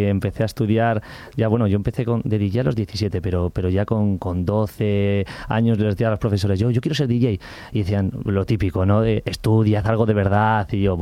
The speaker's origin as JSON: {"language": "Spanish", "town": "Puente Viesgo", "region": "Cantabria", "country": "Spain", "said": "Yo soy de aquí, realmente soy de Puente Viesgo, pero vamos, soy de aquí, de Cantabria."}